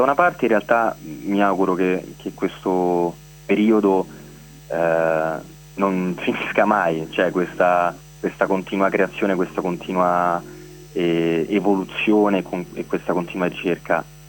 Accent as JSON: {"language": "Italian", "town": "Rome", "region": "Lazio", "country": "Italy", "said": "da romano alcuni funzionamenti di questa città li ho talmente tanto assorbiti che neanche li riconosco più."}